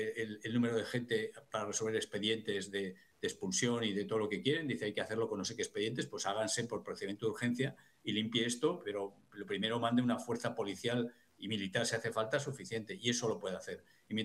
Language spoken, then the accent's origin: Spanish; Spain; Yo no creo que como español